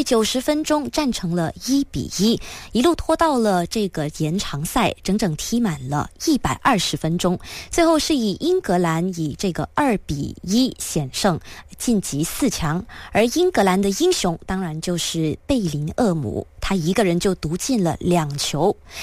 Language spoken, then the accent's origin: Chinese; Peninsular Malaysia, Malaysia; 我身为土生土长的西马人